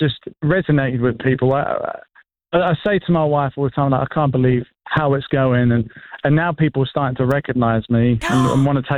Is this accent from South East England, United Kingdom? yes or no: yes; Maidstone, South East England, United Kingdom; So, yeah, again, I'm from Maidstone. So people are like, you don't hear this stuff in England.